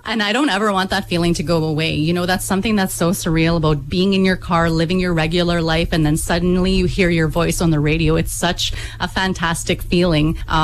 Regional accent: Cumberland House, Saskatchewan, Canada; I come from Cumberland House Cree Nation, which is in northern Saskatchewan. It's the oldest settlement, and my connection to my people, family, ceremony, community, and ancestors is at the center of who I am.

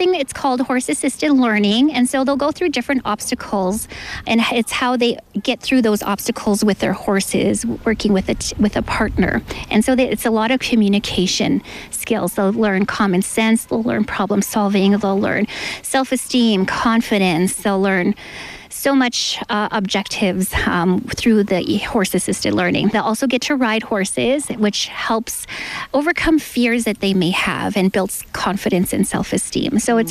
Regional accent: Kawacatoose Cree Nation, Saskatchewan, Canada; now in Tsuut'ina Nation, Canada; I'm originally from Kakawishtahau Cree Nation in Saskatc

